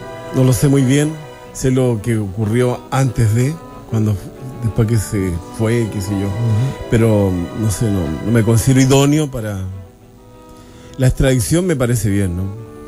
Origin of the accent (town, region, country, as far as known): Chile